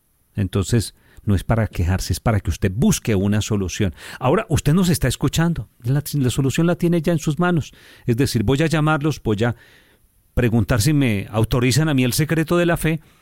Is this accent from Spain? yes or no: no; Colombia; now in Panama; es mi tierra, es mis raíces, de donde venimos.